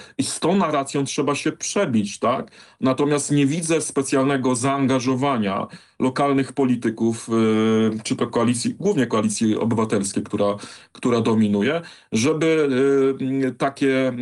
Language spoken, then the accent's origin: Polish; Pomeranian Voivodeship, Poland; Ja sam akurat mieszkam w mieście powiatowym, no, a co prawda w mieście dosyć nieodległym od Trójmiasta, tak? A w dużej mierze takim, nazwijmy to, wypełnionym przez elektorat liberalny.